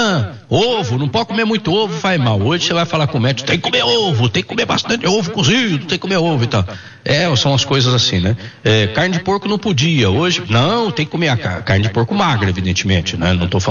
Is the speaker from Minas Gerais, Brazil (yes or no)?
yes; Minas Gerais, Brazil; Eu sou mineiro, né?